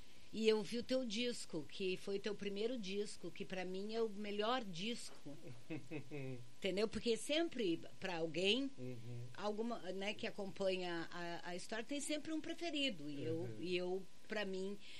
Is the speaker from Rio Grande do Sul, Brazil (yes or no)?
yes; Pelotas, Rio Grande do Sul, Brazil